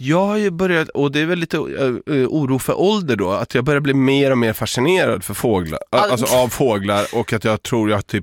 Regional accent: Stockholm, Stockholm County, Sweden; Jag är uppväxt i Akalla, bror.

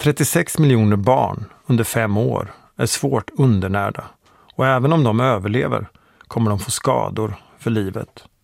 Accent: Borensberg, Östergötland, Sweden; born or raised there; moved away

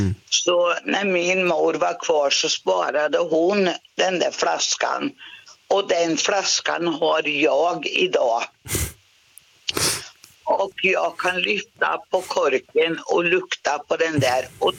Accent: Östergötland, Sweden; Anna, jag är ju östgöte från början, men jag har flyttat upp hit sedan 2011.

